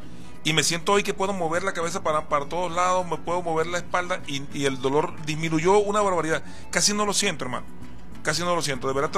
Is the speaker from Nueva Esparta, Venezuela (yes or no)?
no; San José de Areocuar, Sucre, Venezuela; now in Ciudad Guayana, Venezuela; mi pueblo San José de Areocuar